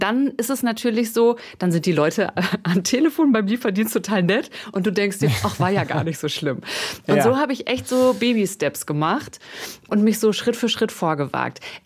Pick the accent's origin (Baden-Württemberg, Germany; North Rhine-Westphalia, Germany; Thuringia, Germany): North Rhine-Westphalia, Germany